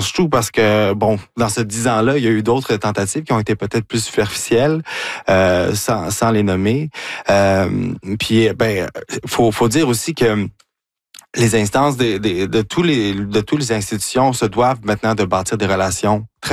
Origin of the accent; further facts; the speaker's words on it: Chicoutimi, Quebec, Canada; born there; also born or lived in Montréal; Mais sinon, c'était Québec, Valcartier, bon, Montréal, une bonne partie de ma vingtaine. Chicoutimi. Je suis né à Chicoutimi, moi.